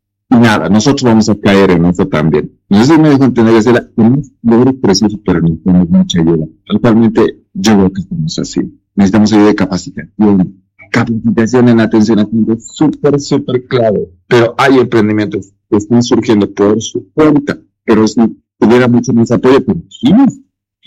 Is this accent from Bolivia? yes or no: yes; Bolivia; También nosotros como bolivianos ir a Perú